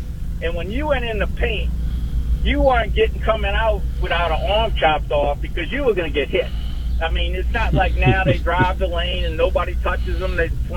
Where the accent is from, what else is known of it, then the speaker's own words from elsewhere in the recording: New Orleans, Louisiana, United States; We saw growing up in New Orleans with the Jazz.